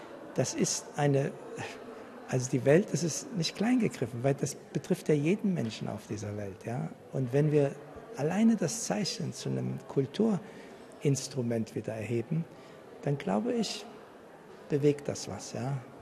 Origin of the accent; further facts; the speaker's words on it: Iran; moved away; Ich komme aus Iran.